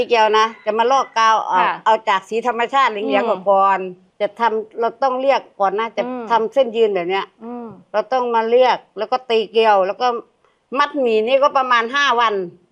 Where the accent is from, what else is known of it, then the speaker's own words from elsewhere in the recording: Isan, Thailand; now in Chumphon, Thailand; เราไม่ได้ก่อตั้งนะเพราะว่าเรามาจากภาคอีสานเราก็นำความรู้จากภาคอีสานมาสานต่อที่นี่